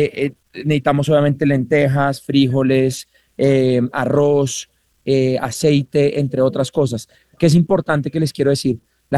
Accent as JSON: {"language": "Spanish", "country": "Colombia", "said": "Miren, cuando nos unimos como colombianos, sin banderas políticas, sin nada, lo que logramos no tiene palabras."}